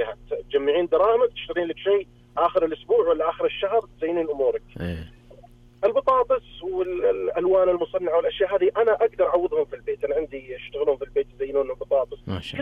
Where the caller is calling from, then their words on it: Riyadh, Riyadh Province, Saudi Arabia; أنا من الرياض.